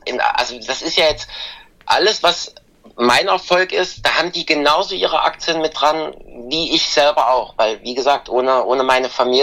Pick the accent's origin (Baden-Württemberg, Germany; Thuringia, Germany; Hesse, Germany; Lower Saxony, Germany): Thuringia, Germany; Erfurt; dass ich irgendwann mal in meiner Heimatstadt in Erfurt eine eigene Show auf dem Domplatz in Erfurt spiele und die ausverkauft ist.